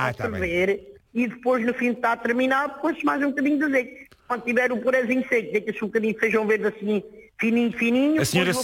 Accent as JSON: {"language": "Portuguese", "town": "Resgais", "country": "Portugal", "tie": "born there", "said": "Parceiros de São João, que é onde eu estou. Resgais, que é a minha terra onde eu nasci."}